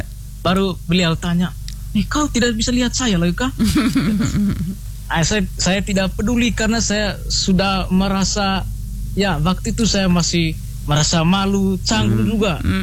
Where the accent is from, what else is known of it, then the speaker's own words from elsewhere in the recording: Flores, East Nusa Tenggara, Indonesia; moved away; Saya berasal dari Flores, Kabupaten Manggarai Timur. Tepatnya saya itu lahir di Lerang, Desa Gololoni, Kecamatan Ranamese.